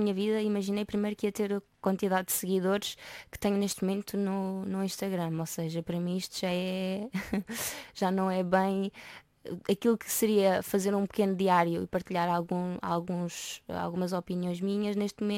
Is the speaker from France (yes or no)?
no; Arganil, Centro, Portugal; eu sou de Arganil